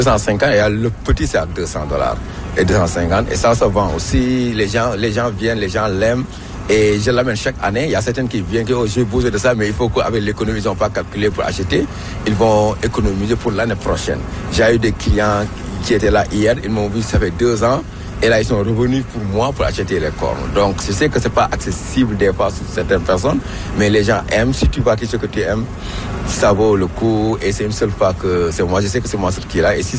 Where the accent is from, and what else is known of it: Senegal